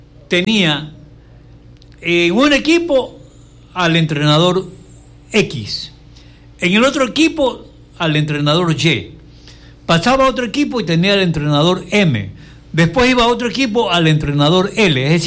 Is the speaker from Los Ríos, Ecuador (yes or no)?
yes; Quevedo, Los Ríos, Ecuador; Lo que pasa es que ellos son de aquí, de Guayaquil, y nosotros somos de Quevedo.